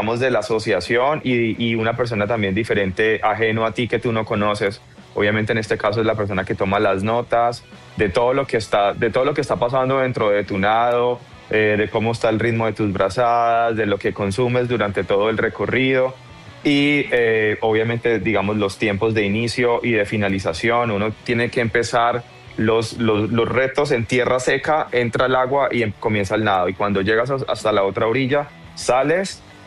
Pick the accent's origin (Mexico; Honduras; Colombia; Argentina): Colombia; now in San Francisco, United States; yo estoy representando a Colombia, uh-huh, porque pues soy nadador colombiano.